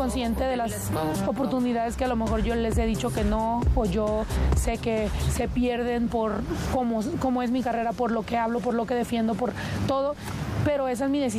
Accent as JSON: {"language": "Spanish", "country": "Mexico", "said": "Para mí fue una cosa muy normal decir que soy mexicana"}